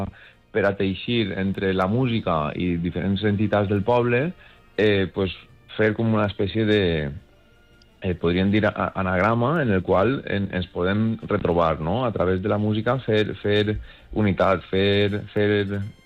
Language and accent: Catalan; Gata de Gorgos, Valencian Community, Spain; molts músics som de Gata